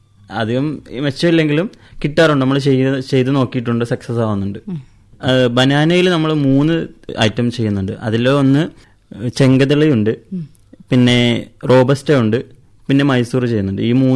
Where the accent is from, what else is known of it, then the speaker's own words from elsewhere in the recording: Kavaratti, Lakshadweep, India; ഞാൻ കവരത്തി സ്വദേശിയാണ്.